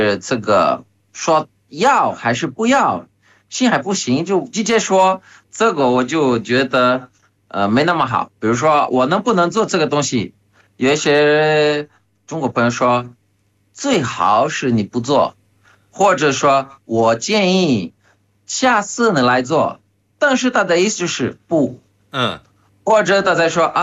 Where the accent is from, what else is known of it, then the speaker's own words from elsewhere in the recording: Brazil; Chinese is a second language; 我们巴西人是比较热情，比较太多，太热情了。